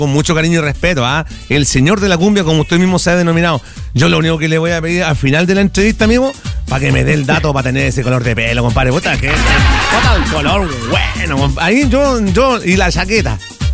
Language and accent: Spanish; Quintero, Valparaíso, Chile; Yo soy de Quintero. No sé si ubica Quintero.